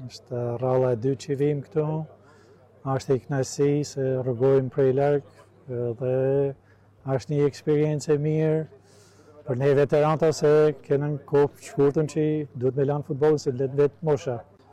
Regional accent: Hot, Shkodër County, Albania; moved away; Jo, jo, jam i lindur në Hot, edhe jemi arratis në vitin 1976, kemi ikë nga Shqipëria.

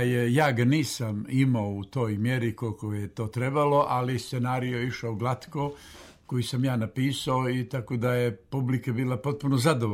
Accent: Berane, Berane Municipality, Montenegro; Zaista mi je drago vratiti se u ovaj studio u mom rodnom gradu i uvijek se sjećam sjajno kada dođem u studiju Radio Berana.

